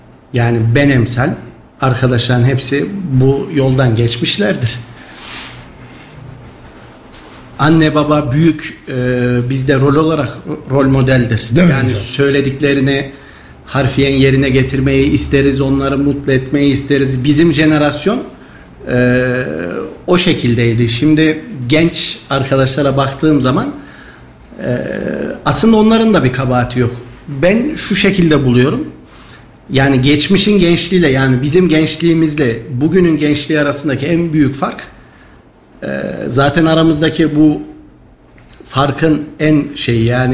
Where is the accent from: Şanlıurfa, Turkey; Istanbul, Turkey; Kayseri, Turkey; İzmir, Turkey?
Kayseri, Turkey; 29 Ekim 1986 Kayseri doğumluyum. Bütün eğitim hayatım Kayseri'de geçti.